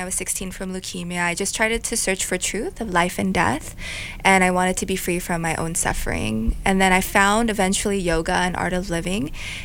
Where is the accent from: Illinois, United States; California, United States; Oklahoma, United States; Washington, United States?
California, United States; Long Beach; born there; moved away as an adult; now in New Jersey, United States; I'm from California.